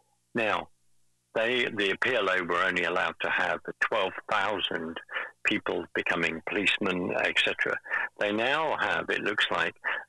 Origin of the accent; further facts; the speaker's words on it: United Kingdom; we, as the British, I didn't realise this, have been participating in that training